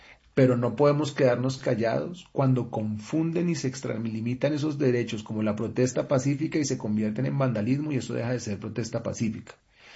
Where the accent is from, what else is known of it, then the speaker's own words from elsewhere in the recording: Colombia; nosotros como colombianos